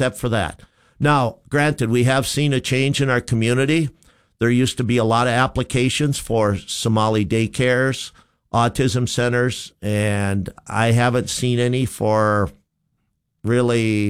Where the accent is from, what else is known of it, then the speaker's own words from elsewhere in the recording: Foley, Minnesota, United States; I've grown up here all my life. You're talking to a kid that grew up in Foley, Minnesota.